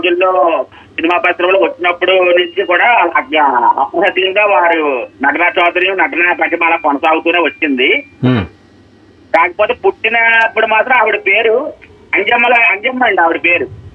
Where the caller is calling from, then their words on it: East Godavari district, Andhra Pradesh, India; మా తూర్పు గోదావరి జిల్లాలో